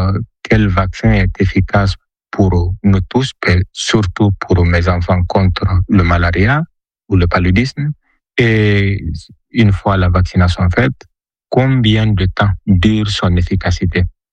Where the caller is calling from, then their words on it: Spain; de l'Espagne. J'ai deux enfants de 10 et de 3 ans.